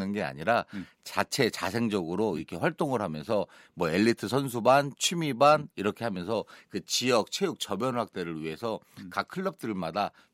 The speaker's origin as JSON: {"language": "Korean", "region": "North Jeolla", "country": "South Korea", "said": "저희 전라북도는 배드민턴으로는 워낙 유명했었습니다."}